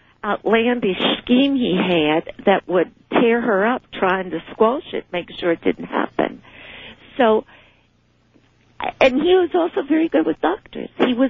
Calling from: Gainesville, Florida, United States; I'm from Gainesville, Florida

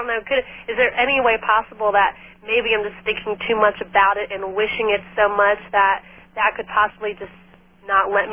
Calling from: Las Vegas, Nevada, United States; I'm calling from Las Vegas, Nevada.

